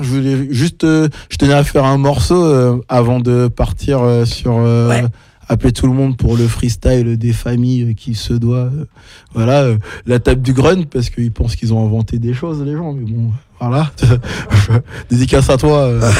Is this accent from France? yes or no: yes; France; Ouais, je suis français.